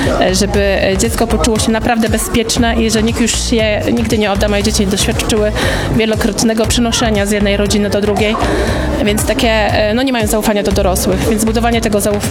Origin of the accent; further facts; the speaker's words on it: Piotrków Trybunalski, Łódź Voivodeship, Poland; jestem mamą zastępczą w rodzinie niezastępczej i pochodzę z Piotrkowa Trybunalskiego.